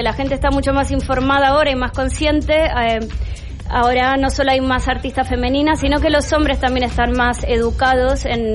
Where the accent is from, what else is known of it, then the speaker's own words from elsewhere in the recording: Argentina; moved away; Ahí sí que soy argentina hasta la médula.